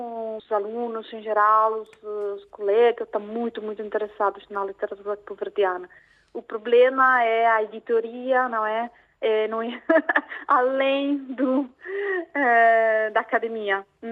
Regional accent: Italy; Portuguese is a second language

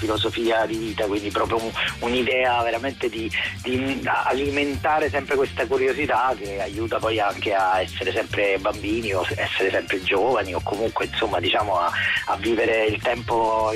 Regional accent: Caserta, Campania, Italy; Io che sono di Caserta ma che comunque in napoletano non avevo di fatto mai scritto

